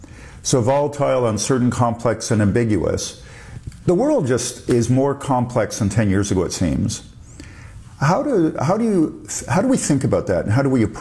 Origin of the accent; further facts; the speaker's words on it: Canada; also born or lived in Europe; It's good being Canadian. I lived in Europe for years. It's good being Canadian.